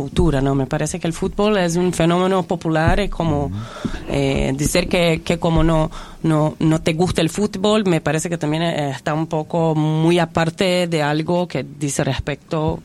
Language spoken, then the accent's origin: Spanish; Brazil; Spanish is a second language; esta es una pregunta que escucho mucho porque soy brasileña y como el fútbol es toda una parte de la identidad nacional de Brasil.